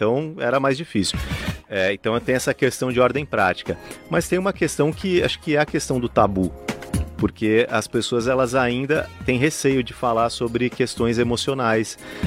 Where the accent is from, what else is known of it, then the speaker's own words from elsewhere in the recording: São Paulo, Brazil; Hoje em dia moro na Zona Sul, mas morei em Santana a vida inteira.